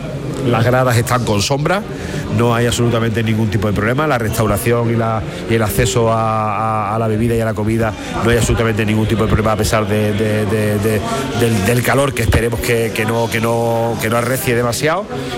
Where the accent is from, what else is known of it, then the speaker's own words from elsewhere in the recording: Seville, Andalusia, Spain; born there; no se me va a quitar nunca mi condición de sevillano, y ver mi ciudad, ver que el epicentro del remo internacional está en mi ciudad, en la ciudad donde yo nací y donde vivo